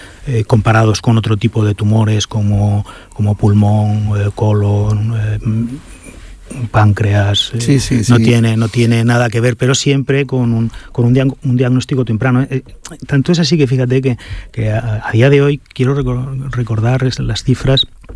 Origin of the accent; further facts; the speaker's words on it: Zaragoza, Aragon, Spain; born there; now in Málaga, Spain; Sí, yo nací